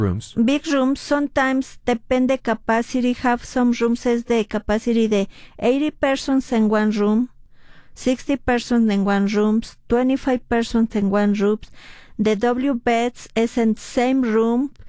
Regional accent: Mexico City, Mexico; English is a second language; moved away as an adult; now in United States; I'm from Mexico City. My husband worked in the public transport, similar here, RTD.

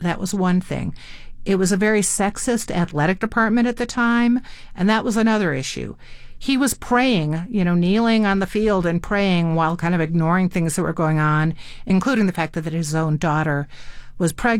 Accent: Illinois, United States; moved away as an adult; also born or lived in Ithaca, New York / Long Beach Island, New Jersey; now in Denver, United States; I grew up in the Midwest, a suburb of Chicago. I went to school at Cornell, and I decided the East Coast was not for me.

